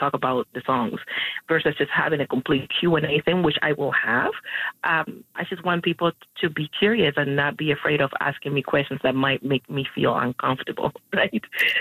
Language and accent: English; Cuba; now in Canada; for the longest time I was like, I'm not Cuban enough because I left too many years ago from Cuba. I'm not Canadian enough because I didn't, you know, I was not born here